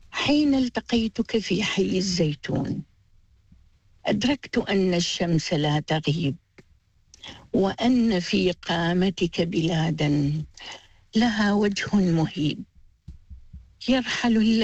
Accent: Iraq; أنا من العراق، أنتمي لمنتدى الجامعيين العراقيين

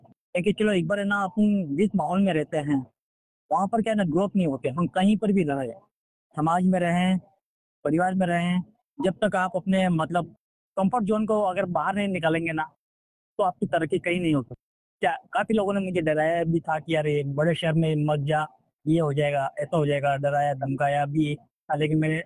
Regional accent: Rajasthan, India; now in Mumbai, India

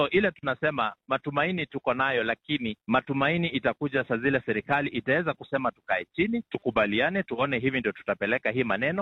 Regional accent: Kenya; sisi wote ni wa Kenya

